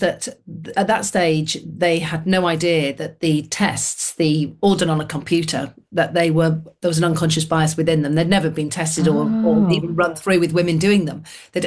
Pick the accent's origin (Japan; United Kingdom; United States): United Kingdom; Manchester, North West England; So growing up in Manchester in the 1970s, basically the Air Cadets, which is a fantastic youth organisation, still running today, they opened their doors to girls and I joined.